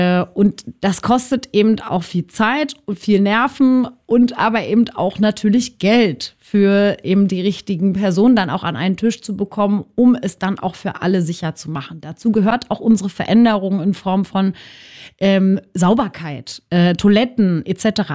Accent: Berlin, Germany; Ich bin selbst in Marzahn groß geworden in den 90ern.

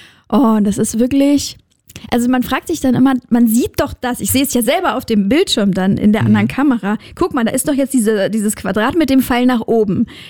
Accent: Lower Saxony, Germany; moved away; meine Mutter wohnt ja in der Heimat, also ich komme aus Niedersachsen

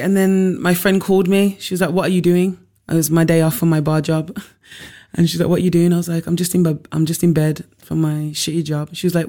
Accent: United Kingdom; I'm British Jamaican.

